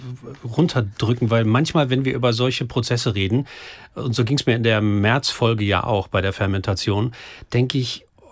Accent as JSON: {"language": "German", "region": "North Rhine-Westphalia", "country": "Germany", "tie": "born or raised there", "said": "Ich bin ein Kind des Reviers, werde ich ja nicht müde zu erzählen."}